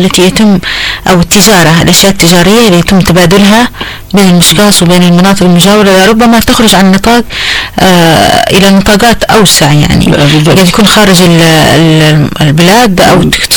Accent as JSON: {"language": "Arabic", "region": "Hadhramaut", "country": "Yemen"}